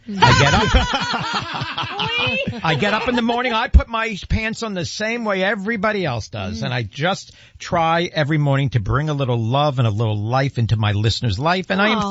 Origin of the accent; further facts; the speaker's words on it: Massapequa, New York, United States; now in Miami, United States; I'm born and raised in Massapequa, Long Island. Yeah. For all my Long Island listeners, thank you so much. I was actually born in Queens Hospital.